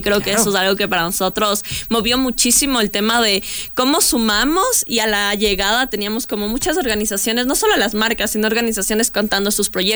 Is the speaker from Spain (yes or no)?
no; Ecuador